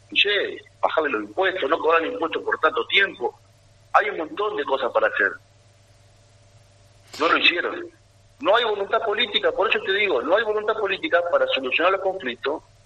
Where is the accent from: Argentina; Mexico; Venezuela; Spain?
Argentina; Gualeguaychú, Entre Ríos; los 100 trabajadores de Yumbán somos de Gualeguaychú, no somos de Buenos Aires.